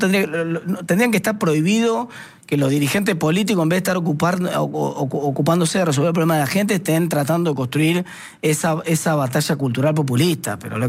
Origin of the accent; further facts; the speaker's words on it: La Plata, Buenos Aires Province, Argentina; yo que soy de La Plata